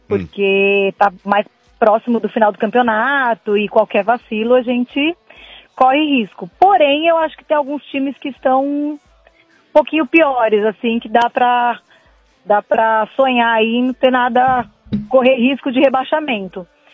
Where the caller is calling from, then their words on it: São Paulo, Brazil; Eu sou da Zona Norte, Santana. Casa Verde.